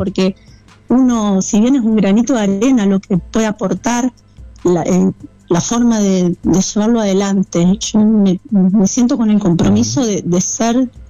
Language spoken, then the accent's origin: Spanish; San José de la Esquina, Santa Fe, Argentina; y en mi pueblo, yo soy de San José de la Esquina.